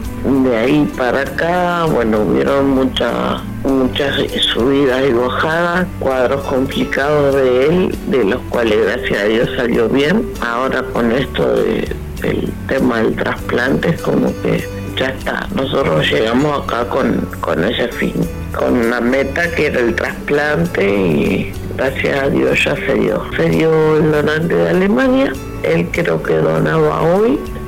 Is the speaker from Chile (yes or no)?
no; Puerto Deseado, Santa Cruz, Argentina; Estamos más de un año y medio, nosotros somos de Puerto Deseado.